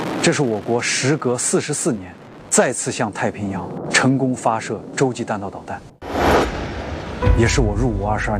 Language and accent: Chinese; Shanxi, China; 我出生在山西太行山区的一个小山村，15岁因家庭变故，我辍学在煤窑工作，扛起生活的担子。